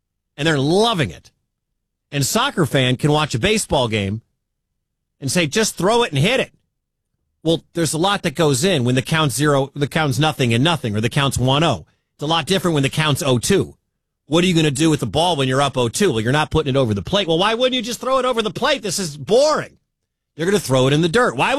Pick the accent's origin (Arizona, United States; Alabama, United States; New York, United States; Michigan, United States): Michigan, United States; Well, 9 from Iowa, and I'm from Michigan.